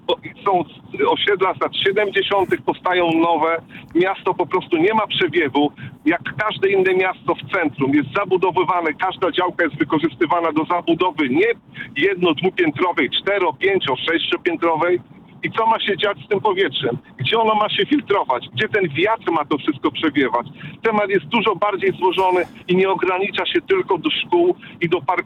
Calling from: Wrocław, Lower Silesian Voivodeship, Poland; Jestem z Wrocławia, tak pan słusznie wskazał na samym początku.

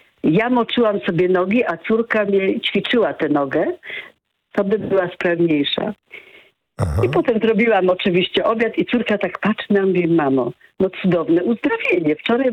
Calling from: Greater Poland Voivodeship, Poland; mieszkam w Wielkopolsce.

